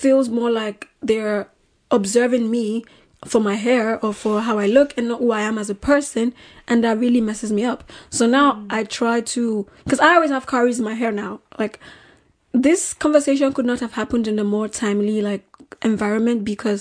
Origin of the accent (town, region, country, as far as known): Nigeria; born or raised there; moved away